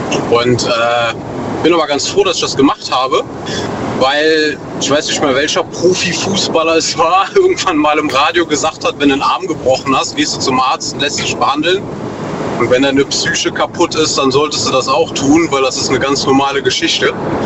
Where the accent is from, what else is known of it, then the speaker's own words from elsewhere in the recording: North Rhine-Westphalia, Germany; Aus der Eifel, NRW.